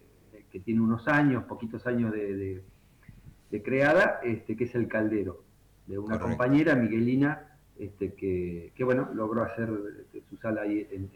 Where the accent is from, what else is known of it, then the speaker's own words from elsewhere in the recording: Paraná, Entre Ríos, Argentina; also born or lived in Buenos Aires / Las Grutas; now in Viedma, Argentina; Yo no soy de acá, yo soy de Entre Ríos, de Paraná. Fui a Buenos Aires unos años, después fui bajando para el sur, viví en las grutas y después hace cerca de 15 años